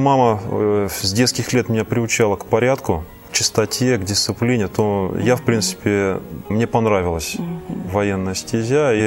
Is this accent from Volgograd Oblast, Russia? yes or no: yes; Volgograd, Volgograd Oblast, Russia; moved away as an adult; Я сам родом из Волгограда, прожил там до 17 лет.